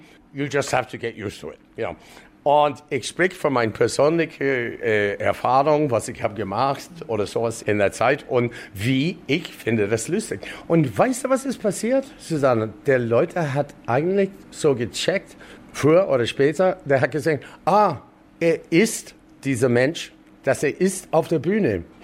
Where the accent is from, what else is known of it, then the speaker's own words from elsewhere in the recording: Canada; German is a second language; moved away as an adult; now in Munich, Germany; ich als Kanadier, scheißegal, ich bin hier so lang